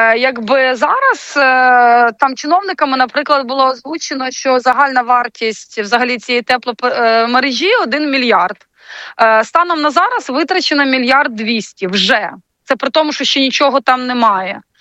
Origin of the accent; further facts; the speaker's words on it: Kyiv, Ukraine; ми, кияни, містяни